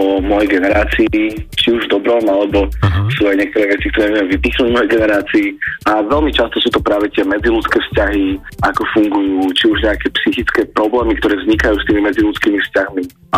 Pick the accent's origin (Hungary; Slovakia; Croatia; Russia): Slovakia; Trnava, Trnava Region; Mám 20 rokov a pochádzam z Trnavy